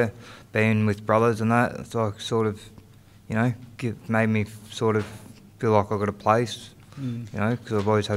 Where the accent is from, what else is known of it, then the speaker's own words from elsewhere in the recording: Ballarat, Victoria, Australia; I haven't been home to Gunai Kurnai yet, but I've been to Gunjanamara land. But I'm from Wathaurong. I'm Wathaurong land. I was born in Ballarat.